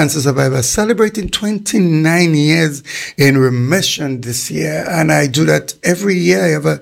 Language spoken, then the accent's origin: English; Guelph, Ontario, Canada; I do that every year in my hometown of Guelph.